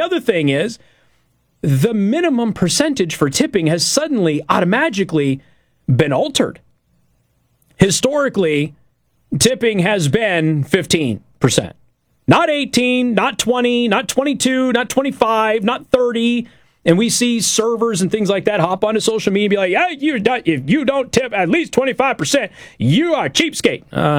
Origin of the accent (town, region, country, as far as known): Las Vegas, Nevada, United States